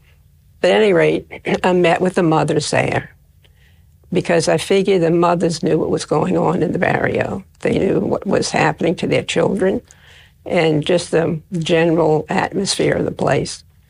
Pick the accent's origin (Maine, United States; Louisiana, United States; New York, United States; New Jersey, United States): Louisiana, United States; New Orleans; I grew up here in New Orleans, down in the Ninth Ward, which was mainly German at the time. And the church that I was baptized in is the German church. And only German was spoken in the church and the school because I had a German heritage.